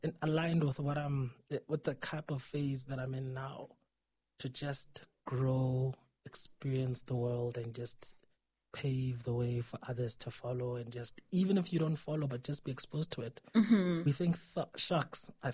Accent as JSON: {"language": "English", "town": "Maseru", "region": "Maseru District", "country": "Lesotho", "tie": "born or raised there", "said": "I come from Maseru."}